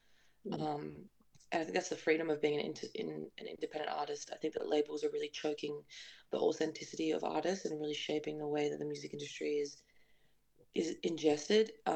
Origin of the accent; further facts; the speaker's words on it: Tasmania, Australia; honestly privileged to be able to come from a place that supports me so much, especially growing up in Tassie.